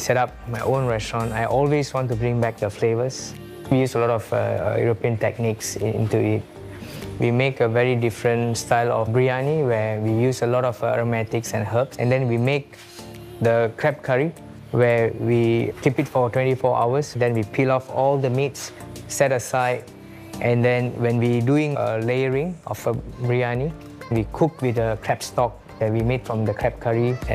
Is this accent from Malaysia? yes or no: yes; Penang, Malaysia; Actually, I'm from Penang. My grandparents are from Chettinad region in South India.